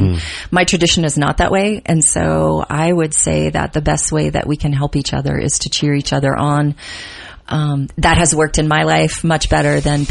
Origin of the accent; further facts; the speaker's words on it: Miami, Florida, United States; moved away; I grew up in Miami, I took Spanish from like kindergarten on. And because I was in Miami, I can cuss really well in Spanish